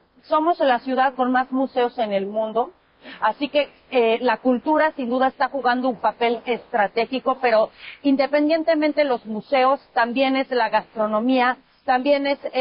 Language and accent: Spanish; Mexico; todos trabajamos para un mismo país y somos orgullosamente mexicanos y mexicanas.